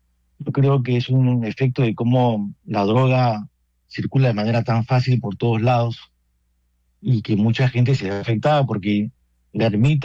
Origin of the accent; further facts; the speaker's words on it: Colombia; Yo soy colombiano, padre, de corazón. Yo soy sacerdote diocesano.